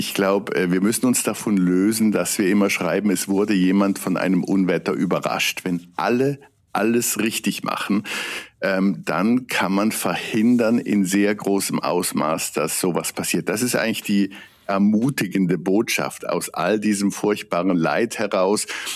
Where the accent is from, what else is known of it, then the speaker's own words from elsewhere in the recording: Switzerland; Das ist für mich als Schweizer immer schwer zu verstehen, weil bei uns jeder Mensch Anspruch auf einen Bunkerplatz hat